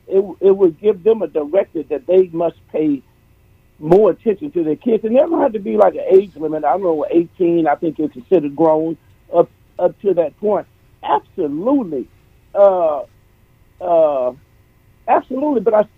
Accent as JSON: {"language": "English", "region": "Arkansas", "country": "United States", "tie": "born or raised there", "said": "I grew up in Arkansas. I grew up in the South."}